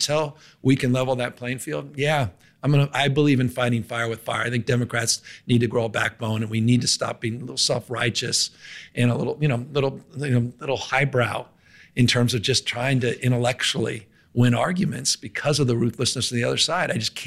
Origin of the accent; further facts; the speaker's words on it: California, United States; Maybe it's because I'm from the Bay Area. Maybe it's because of California.